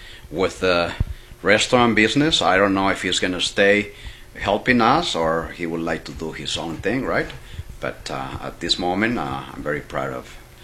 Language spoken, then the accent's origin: English; Durango, Mexico; born there; English is a second language; moved away; Well, I was born in Mexico, Durango State, and it's been like a family-owned business since I was little.